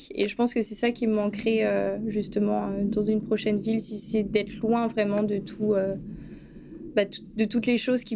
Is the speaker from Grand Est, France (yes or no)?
no; Bordeaux, Nouvelle-Aquitaine, France; born there; also born or lived in Vire / Cherbourg / Flers; Moi, je suis née à Bordeaux, donc dans le 33. Après, je suis remontée un petit peu, du coup, en haut de la France, puisque je suis venue à Vire.